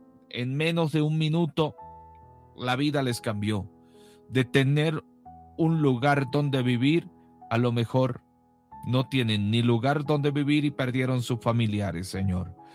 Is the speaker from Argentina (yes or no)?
no; Colombia; Mi país, Colombia